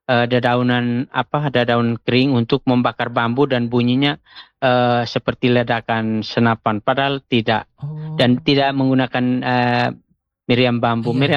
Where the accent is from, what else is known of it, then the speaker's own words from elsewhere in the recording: East Nusa Tenggara, Indonesia; ada satu istilah kami orang Atoni itu bahwa obat musuhnya itu dia anti perempuan